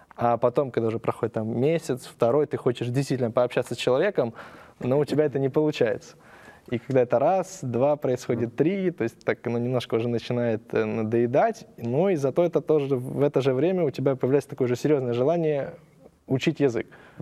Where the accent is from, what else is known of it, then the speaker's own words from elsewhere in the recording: Ukraine; now in Argentina; Нет, я сам с Украины. Вот. У меня было с детства, не как с детства, 16 лет у меня было такое большое желание уехать учиться за границу